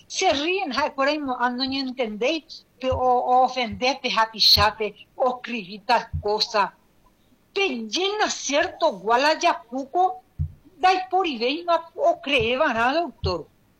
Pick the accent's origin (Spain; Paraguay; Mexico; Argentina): Paraguay; lo que somos paraguayos, padre de familia.